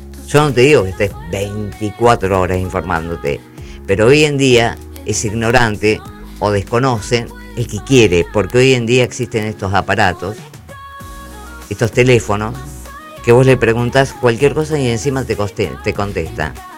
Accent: Argentina; somos argentinos hipócritas

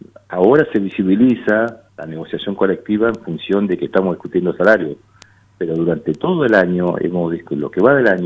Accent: Caleta Olivia, Santa Cruz, Argentina; yo soy de Caleta

